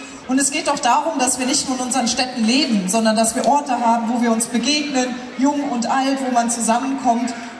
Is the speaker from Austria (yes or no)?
no; Rhineland-Palatinate, Germany; letztes Jahr waren wir in Koblenz, also in Rheinland-Pfalz, das ist meine Heimat